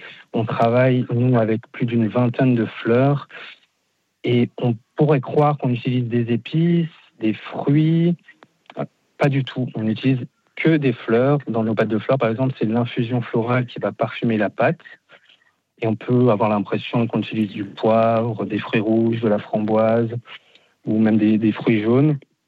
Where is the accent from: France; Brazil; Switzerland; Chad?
France; Grand Est; c'est une fleur qui pousse chez nous. Moi, je suis d'Alsace.